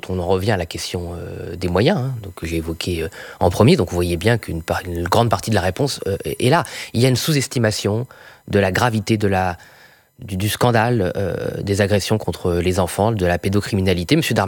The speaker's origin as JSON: {"language": "French", "town": "Boulogne-sur-Mer", "region": "Hauts-de-France", "country": "France", "tie": "born there", "said": "Moi, je suis né à Boulogne-sur-Mer, donc ma famille, comme beaucoup de familles des Hauts-de-France"}